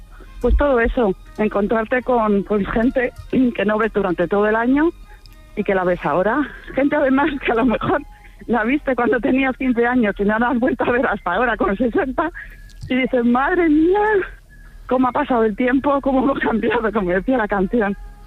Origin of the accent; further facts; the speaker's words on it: Castilla-La Mancha, Spain; Mi pueblo es un pueblo de La Mancha